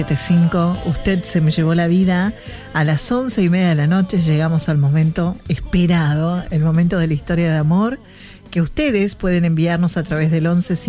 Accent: La Pampa, Argentina; now in Buenos Aires, Argentina; de La Pampa, hoy viviendo en la gran ciudad, aquí en Buenos Aires.

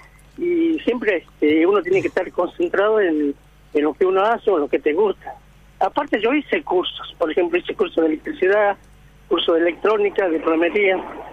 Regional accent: Salta, Argentina; moved away as an adult; now in Buenos Aires, Argentina; Yo soy salteño de Salta.

